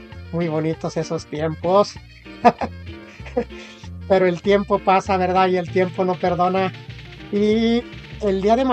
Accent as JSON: {"language": "Spanish", "country": "Mexico", "moved": "yes", "lives_now": "United States", "said": "nosotros como mexicanos, no tenemos ese tipo de privilegios de las celebraciones, de las ferias"}